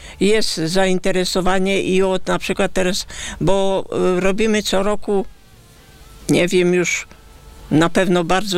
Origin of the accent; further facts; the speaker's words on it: Wicko, Pomeranian Voivodeship, Poland; u nas we Wicku czekamy, jest Gokis i naprawdę też się dużo rzeczy dzieje, różnych wieczorków i imprez.